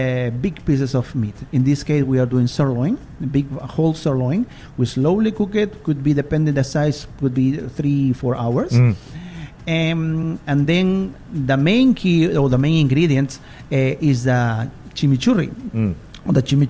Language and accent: English; Peru; moved away as an adult; now in South Africa; I am originally from Peru.